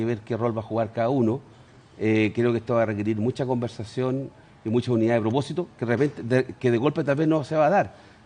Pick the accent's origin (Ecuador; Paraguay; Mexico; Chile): Chile; Yo no voté por Kast, pero soy chileno.